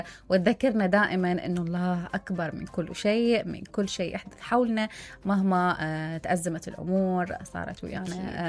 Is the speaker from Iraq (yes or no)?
yes; Iraq; نحن كعراقيين كشعب